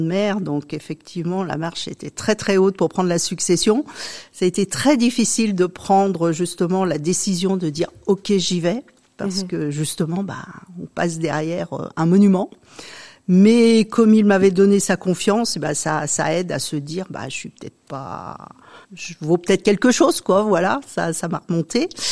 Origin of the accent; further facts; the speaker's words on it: Auvergne-Rhône-Alpes, France; also born or lived in Lyon; now in Périgneux, France; Alors, moi, je suis savoyarde d'origine, mais la famille maternelle du côté de ma maman est originaire de Saint-Maurice-en-Gourgois. Ma famille paternelle est donc de Savoie, originaire d'Italie, de Savoie.